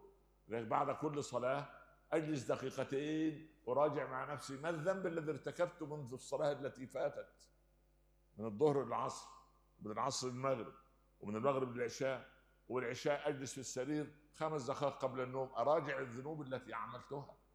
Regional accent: Upper Egypt, Egypt; كان عندنا في الصعيد زمان واحنا صغار

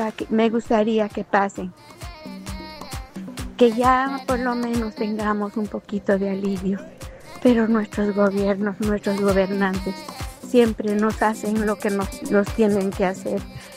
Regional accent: Bolivia; moved away; Hace 21 años salí de Bolivia.

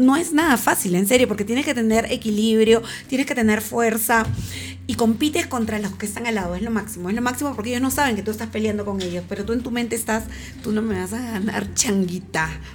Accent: Peru; moved away as an adult; also born or lived in El Alto, Bolivia; porque soy peruana.

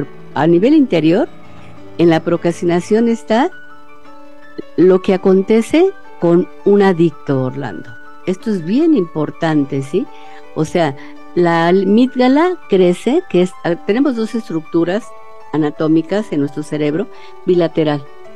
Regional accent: Mexico; Pero la gran mayoría, como mexicanos, es todo al último.

